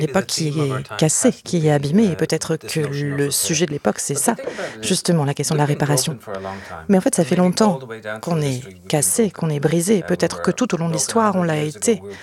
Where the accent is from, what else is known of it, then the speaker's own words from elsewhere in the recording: Ireland; Mais moi, j'ai grandi en Irlande.